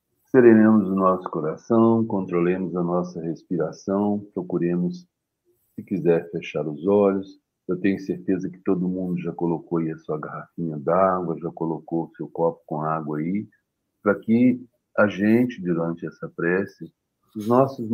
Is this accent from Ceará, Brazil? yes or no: no; Minas Gerais, Brazil; now in Serra, Brazil; eu estou na cidade de Serra, Espírito Santo. Embora seja mineiro, mas estou aqui em missão.